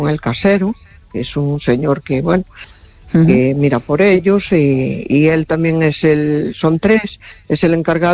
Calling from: A Coruña, Galicia, Spain; de Coruña.

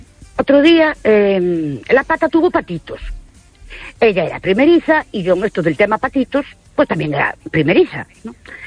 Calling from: Ourense, Galicia, Spain; Buenas noches … de Ourense.

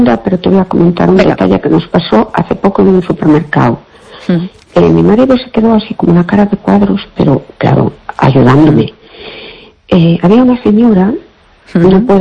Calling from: Fene, Galicia, Spain; Hola, buenas noches

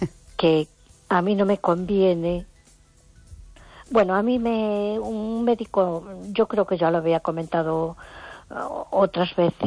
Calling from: A Coruña, Galicia, Spain; de Coruña.

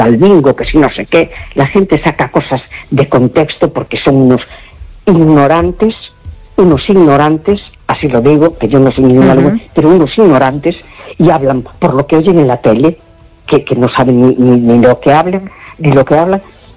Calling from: A Coruña, Galicia, Spain; de La Coruña.

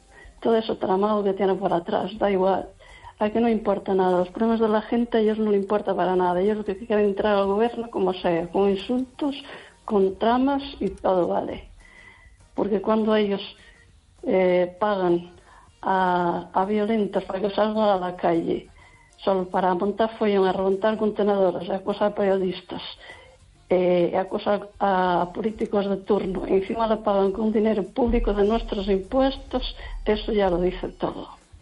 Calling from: Lugo, Galicia, Spain

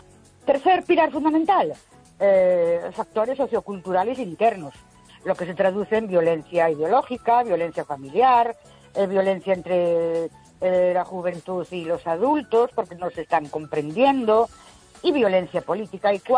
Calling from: Ourense, Galicia, Spain; Buenas noches … de Ourense.

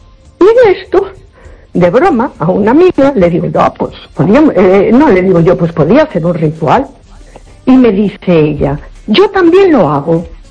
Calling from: A Coruña, Galicia, Spain; de Coruña

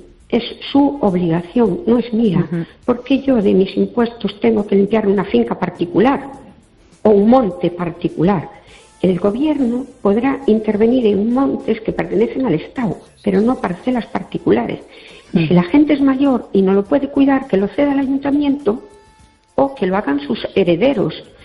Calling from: Fene, Galicia, Spain

